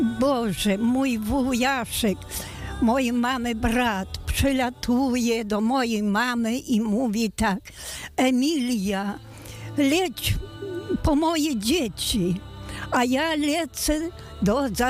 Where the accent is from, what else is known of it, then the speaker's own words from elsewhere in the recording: Warszawka, Volyn Oblast, Ukraine; now in Poland; Pochodzę z Wołynia, wieś Warszawka, powiat Gorochów.